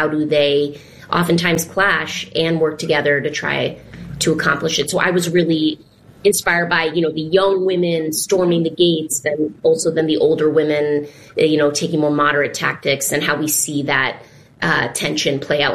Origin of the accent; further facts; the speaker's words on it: Vermont, United States; She was just a minor supporting character on a cast album growing up in Vermont.